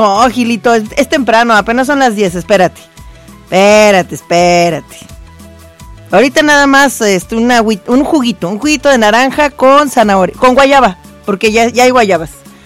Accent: Apizaco, Tlaxcala, Mexico; born there; moved away; deberíamos ir a mi pueblito, no, a mi querido Apizaco, precioso, hermoso.

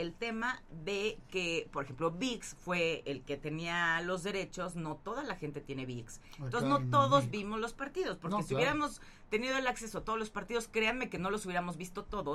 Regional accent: Mexico

